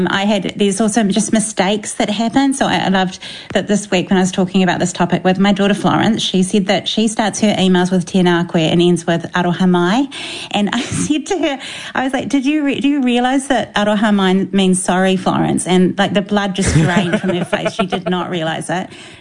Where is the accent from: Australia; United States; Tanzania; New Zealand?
New Zealand; It feels important to do that as a New Zealander